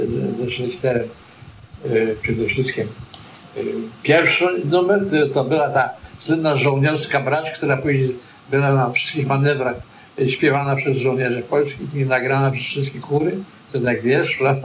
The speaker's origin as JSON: {"language": "Polish", "town": "Lviv", "region": "Lviv Oblast", "country": "Ukraine", "moved": "yes", "said": "Znaczy on był Lwowianinem, ja byłem Lwowianinem"}